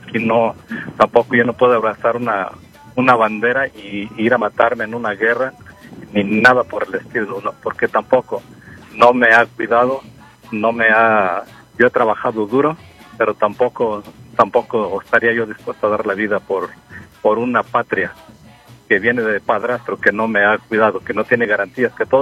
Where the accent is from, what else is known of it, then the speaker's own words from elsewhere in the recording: Jalisco, Mexico; Atotonilco en Jalisco, ahí que está cerquita de mi pueblo